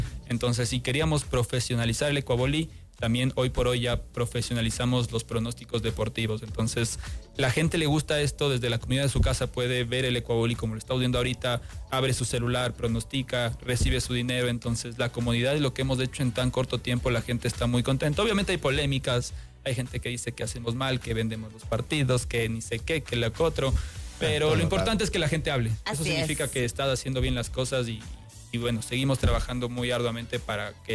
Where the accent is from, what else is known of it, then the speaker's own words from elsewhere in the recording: Ecuador; somos ecuatorianos y hay que estar orgullosos de lo que tenemos.